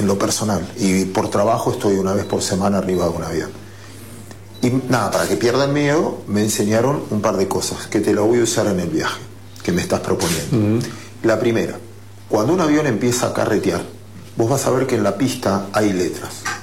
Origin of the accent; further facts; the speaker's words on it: Mar del Plata, Buenos Aires Province, Argentina; Yo soy de Mar del Plata y soy fanático, era fanático enfermo del gráfico.